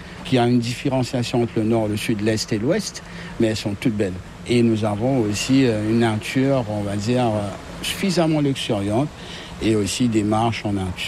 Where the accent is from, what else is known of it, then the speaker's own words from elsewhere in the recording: Mauritius; Oui, je suis mauricien.